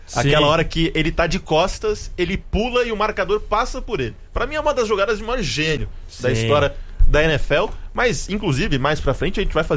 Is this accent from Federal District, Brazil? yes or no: no; Rio de Janeiro, Brazil; Crescemos lá no Rio de Janeiro, só na transversal.